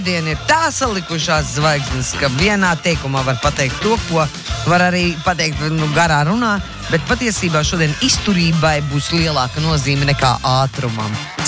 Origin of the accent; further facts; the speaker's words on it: Jaunpils, Tukums Municipality, Latvia; Bet es uzaugu Jaunpilī, kur bija viens ēzelīts.